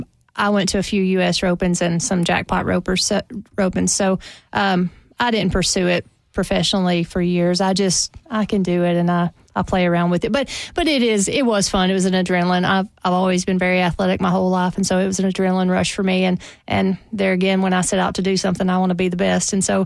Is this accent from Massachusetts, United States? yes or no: no; Tennessee, United States; they're from Oklahoma, we're from Tennessee